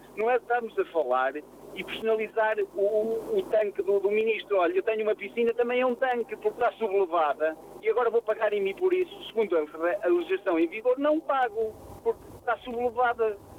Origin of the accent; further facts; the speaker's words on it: Portugal; Enquanto nós, portugueses, não tivermos essa percepção do que é uma transmissão de Estado, vamos ter sempre um muro de lamentações.